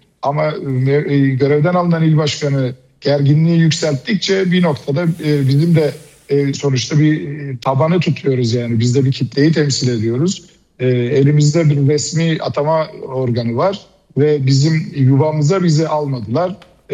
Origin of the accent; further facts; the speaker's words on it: Izmir, İzmir, Turkey; Evet, şimdi ben doğma büyüme İzmirliyim.